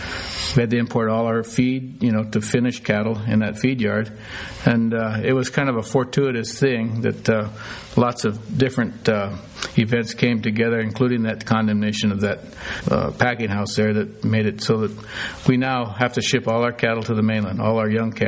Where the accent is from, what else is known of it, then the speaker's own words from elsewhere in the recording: Hawaii, United States; I was born and raised in Hawaii. My grandfather got there in 1910 as a school teacher. My father was born on a sugar plantation in Waialua on the island of Oahu. And I was raised at Evo Sugar Company, where my dad eventually became the manager.